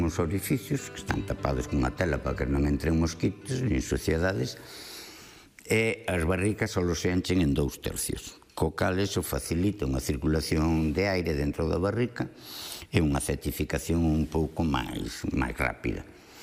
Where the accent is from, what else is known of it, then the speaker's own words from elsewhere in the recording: Galicia, Spain; o feito de chamar vinagres do Ribeiro é porque eu son do Ribeiro. E a minha palabra Ribeiro ten moito valor e moito significado. Eu nací nun pobo